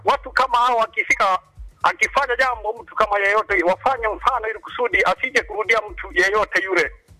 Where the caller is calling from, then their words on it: Igegwi, Tanzania; natokea hapa Igegwi kwenye Nyanumbu.